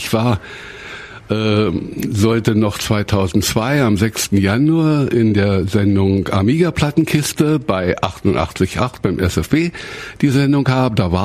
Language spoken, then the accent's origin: German; Berlin, Germany; Ich komme aus dem Ostteil der Stadt, ja.